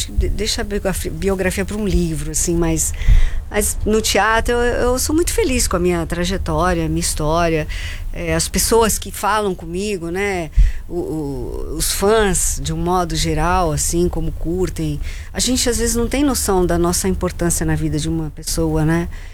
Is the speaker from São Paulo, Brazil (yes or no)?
yes; São Paulo, Brazil; also born or lived in Rio de Janeiro; É verdade, nasci lá. Você nasceu lá? Como é que você sabe? Eu sou da Vila Sônia, adoro aquele bairro, tenho família que mora lá ainda.